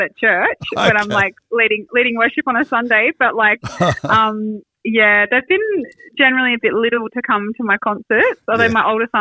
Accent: Carnarvon, Western Australia, Australia; born there; now in Geraldton, Australia; Oh, it's where I live now. It's not where I was born. I was born in Carnarvon, actually.

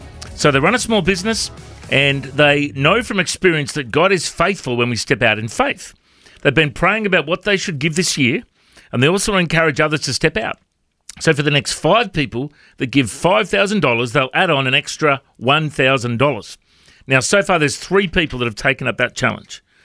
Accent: Coffs Harbour, New South Wales, Australia; We grew up together in Coffs Harbour, and he was like the number one guy at the radio station in town.

